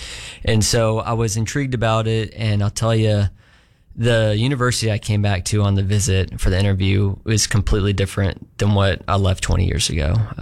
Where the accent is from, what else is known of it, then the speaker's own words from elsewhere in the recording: Chattanooga, Tennessee, United States; born there; also born or lived in Knoxville; now in Augusta, United States; I was born in Chattanooga, and then my parents were both born and raised in the state. And so coincidentally, we've all ended up back there for the past 8 years I was there. But now we're back here, and my wife and I, we've moved around a lot in the 20 years we've kind of been in college